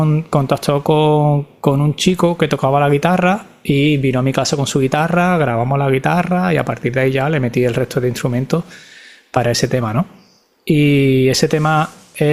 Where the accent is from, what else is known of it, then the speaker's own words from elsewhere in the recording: Seville, Andalusia, Spain; Yo me he criado entre Los Pajaritos y Torreblanca, ¿no?